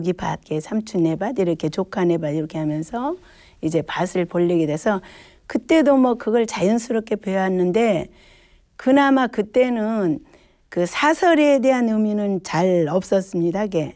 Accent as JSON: {"language": "Korean", "town": "Bukchon", "region": "Jeju", "country": "South Korea", "tie": "born there", "said": "조천루 북촌에서 태어났고"}